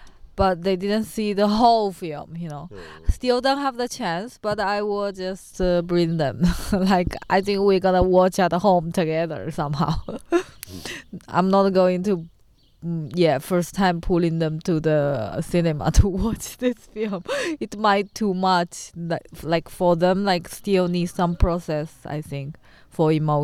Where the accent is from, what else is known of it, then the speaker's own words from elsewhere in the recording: China; English is a second language; moved away as an adult; now in Łódź, Poland; I come from China